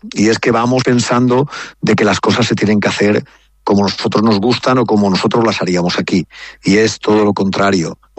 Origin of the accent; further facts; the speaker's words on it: Petrer, Valencian Community, Spain; now in Guangzhou, China; aunque yo sea de Petrel y trabaje mucho por Petrel